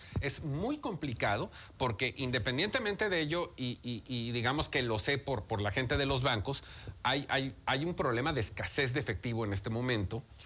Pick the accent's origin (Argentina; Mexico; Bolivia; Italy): Mexico; Bueno, déjame darte un dato porque además nos involucra como mexicanos.